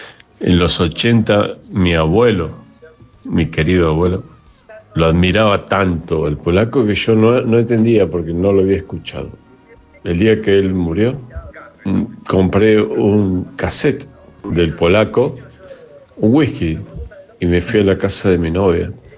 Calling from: Córdoba, Argentina; de la provincia de Córdoba.

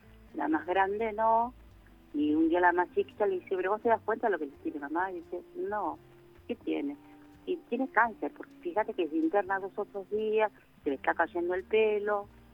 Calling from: La Paternal, Buenos Aires, Argentina; de Paternal.

